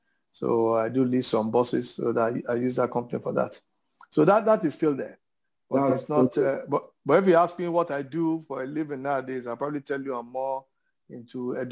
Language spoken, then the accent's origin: English; Lagos, Nigeria; also born or lived in Kano, Nigeria; Well, I grew up in Lagos. Interestingly, I was born in Kano